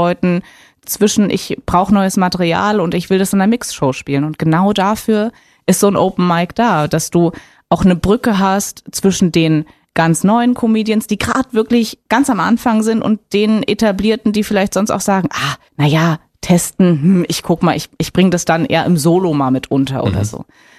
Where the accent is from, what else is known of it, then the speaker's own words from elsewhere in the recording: Potsdam, Brandenburg, Germany; accent: Potsdam High German; ich mach den Potsdamer Hochdeutsch.